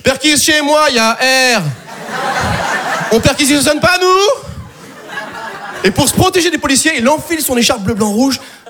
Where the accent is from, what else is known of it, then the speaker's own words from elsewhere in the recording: France; On est français, on n'est pas fait pour faire la guerre.